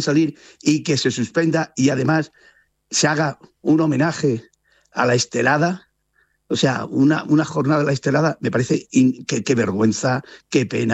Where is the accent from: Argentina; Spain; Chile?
Spain; pero siento pena como español, ¿eh? Y siento pena como aficionado al fútbol.